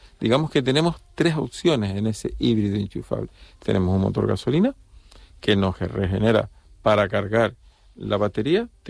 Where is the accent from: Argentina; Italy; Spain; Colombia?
Spain; Las Palmas, Canary Islands; aunque yo soy de origen de Las Palmas